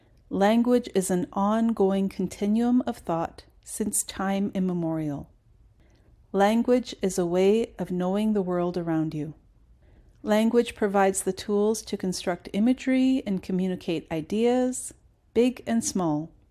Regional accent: Prince Rupert, British Columbia, Canada; first language English; I did learn many Haida songs when I was growing up in Prince Rupert as a member of the Cui Unglis Haida dance group

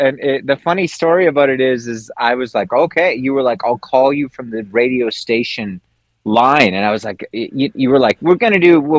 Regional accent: Vancouver Island, British Columbia, Canada; moved away as an adult; I hail from Vancouver Island, and like many, I was seeking out larger, greener pastures, and the big city seemed to have more to offer. So I went to Vancouver

